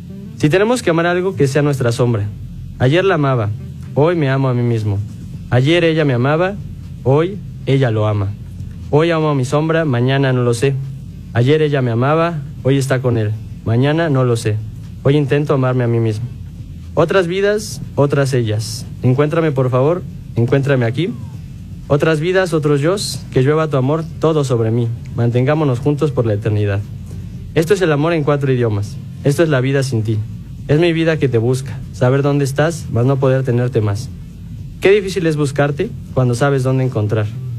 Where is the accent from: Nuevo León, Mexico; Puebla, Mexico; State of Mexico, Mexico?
State of Mexico, Mexico; now in Pachuca, Mexico; soy originario del Estado de México, pero radico en Pachuca.